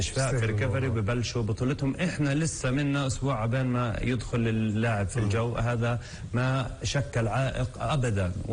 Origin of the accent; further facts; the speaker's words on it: Palestine; إحنا كفلسطينيين